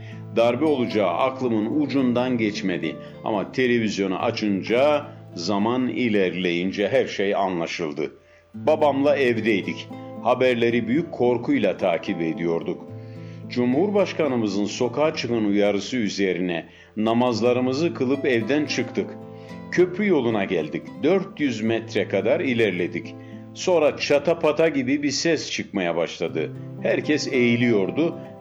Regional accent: Black Sea Region, Turkey; Ben Karadenizliyim. Her zaman göreve hazırım.

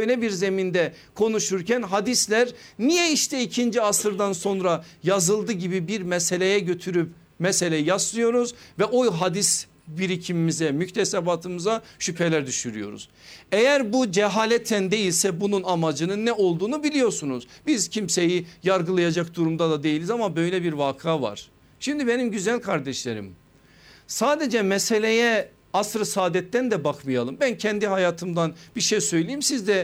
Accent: Horasan, Erzurum, Turkey; moved away; Benim çocukluğum küçücük bir kazada geçti Erzurum'un Horasan ilçesinde.

